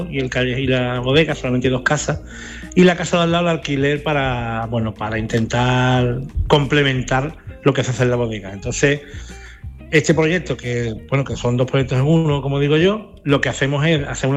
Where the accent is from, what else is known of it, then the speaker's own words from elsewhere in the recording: San Fernando, Andalusia, Spain; como yo soy también de San Fernando, soy de Cádiz